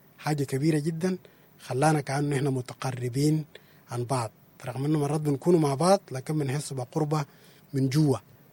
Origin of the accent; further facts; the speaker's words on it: Sudan; لكن نحن كشعب سوداني بنحب نعيش في دائرة بتاعت أهل وأسرة وصداقة.